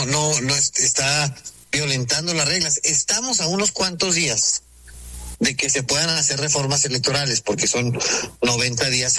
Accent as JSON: {"language": "Spanish", "region": "Chihuahua", "country": "Mexico", "said": "como buen chihuahuense no somos dejados."}